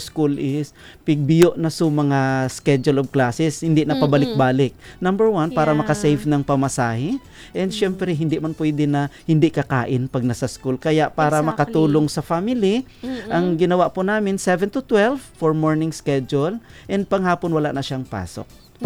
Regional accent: Bacolod, Negros Island Region, Philippines; moved away; also born or lived in Bicol; Hindi po ako pure Bicolano. I'm from Bacolod City.

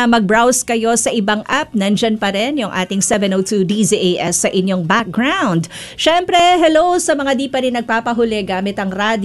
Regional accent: Malolos, Bulacan, Philippines; Oo, alam ko yan kasi taga Malolos ako.

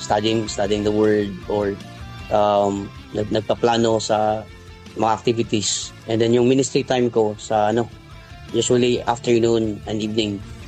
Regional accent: Nasipit, Caraga, Philippines; Merong dalawa, coach, locally dito sa amin sa Nasipit.

